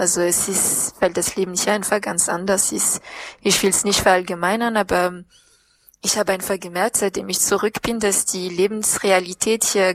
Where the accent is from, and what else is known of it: Madagascar